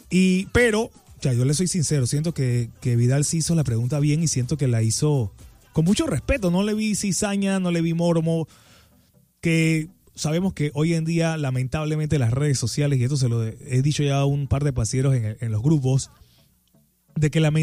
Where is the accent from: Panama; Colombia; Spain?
Panama; porque somos panameños